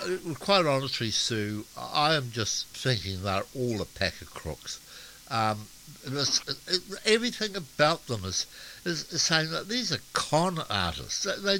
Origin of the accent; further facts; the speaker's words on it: New Zealand; And one of those responsibilities is that we are not having children.